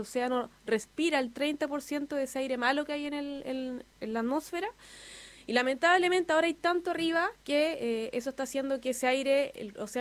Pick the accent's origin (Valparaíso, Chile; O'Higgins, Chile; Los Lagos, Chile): Los Lagos, Chile; Frutillar; sobre todo la comuna de Frutillar, de donde yo vengo.